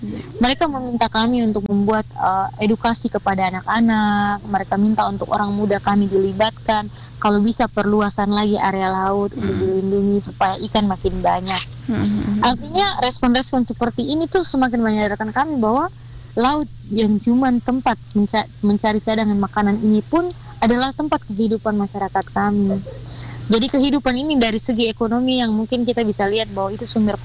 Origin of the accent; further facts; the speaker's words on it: Larantuka, East Nusa Tenggara, Indonesia; bukan mutlak orang pesisir seperti kami, setelah kami riset lokal kak di desa kami, di kelurahan kami di Larantuka